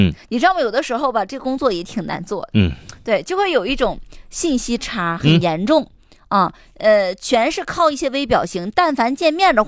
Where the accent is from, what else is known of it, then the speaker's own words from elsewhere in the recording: Northeast China, China; 咱们东北人说话都相对来说比较直嘛，直来直去的性格